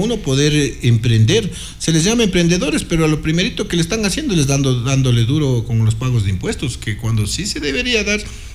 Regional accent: Riobamba, Chimborazo, Ecuador; born there; Le habla alguien que tiene 48 años de edad, aunque no me pregunta la edad, pero tengo 48 años de edad y nací aquí en Riobamba

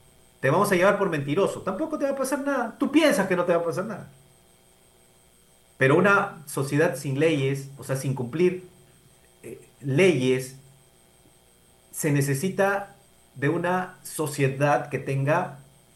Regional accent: Peru; nos ha hecho daño como sociedad peruana

